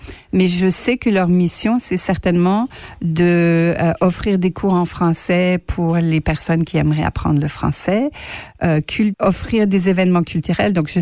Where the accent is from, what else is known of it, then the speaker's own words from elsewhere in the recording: France; now in Manitoba, Canada; quand on est Français et qu'on habite au Maine-et-Loire, moi, ça fait plus de 48 ans